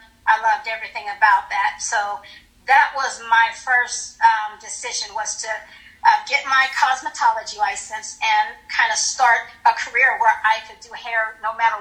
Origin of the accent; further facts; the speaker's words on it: Colorado Springs, Colorado, United States; moved away as an adult; also born or lived in Hinesville, Georgia; I was from Colorado Springs, and I married military.